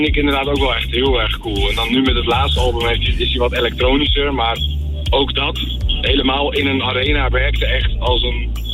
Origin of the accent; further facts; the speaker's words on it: Volendam, North Holland, Netherlands; ik kom uit Volendam.